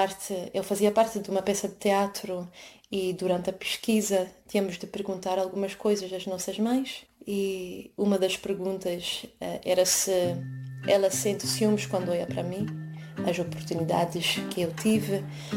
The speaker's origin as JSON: {"language": "Portuguese", "country": "Belgium", "said": "Viemos da Bélgica e vamos ouvir"}